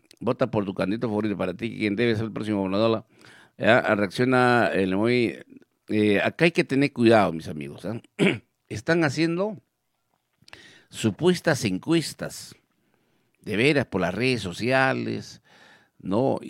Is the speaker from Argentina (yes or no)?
no; Peru; Pobre de mi pueblo peruano.